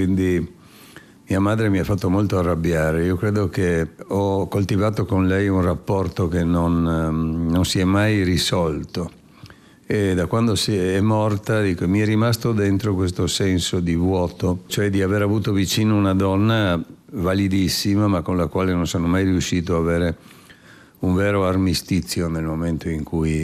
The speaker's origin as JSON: {"language": "Italian", "town": "Trieste", "region": "Friuli-Venezia Giulia", "country": "Italy", "tie": "born or raised there", "moved": "as an adult", "lives_now": "Slovenia", "said": "io sono nato a Trieste, come gran parte dei triestini sono un sangue misto, orgogliosamente bastardo. Mio padre è nato in Argentina da genitori friulani emigrati e mia madre è di queste terre"}